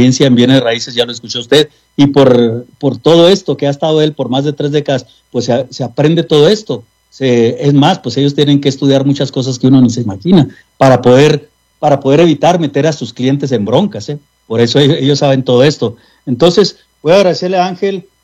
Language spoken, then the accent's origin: Spanish; Mexico; now in United States; nosotros, como mexicanos, los que vivimos ciertos años allá y otros años acá